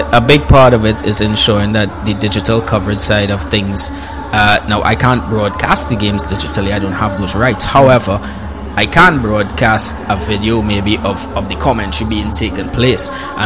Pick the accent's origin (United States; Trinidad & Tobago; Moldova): Trinidad & Tobago; I'm Trinidadian.